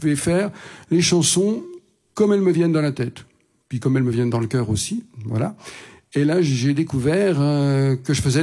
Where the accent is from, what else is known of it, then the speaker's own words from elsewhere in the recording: Bourgogne-Franche-Comté, France; moved away as an adult; now in Réunion, France; ben moi je viens de Franche-Comté, voilà, de loin. Ça fait 10 ans que je suis dans cette belle île que j'aime beaucoup.